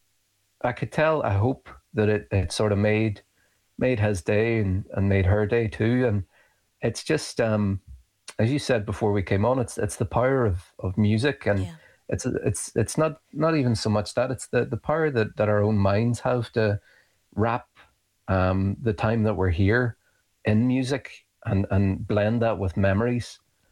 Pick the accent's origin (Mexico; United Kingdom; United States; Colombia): United Kingdom; Derry, Northern Ireland; now in Belfast, United Kingdom; So I'm a blow-in to Belfast. I'm from Derry.